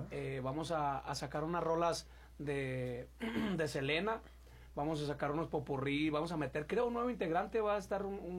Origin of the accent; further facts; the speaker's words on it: Durango, Mexico; Durango, Durango